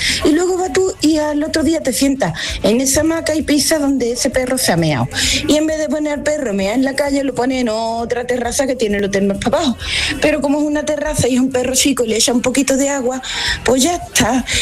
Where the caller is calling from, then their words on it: Seville, Andalusia, Spain; de Sevilla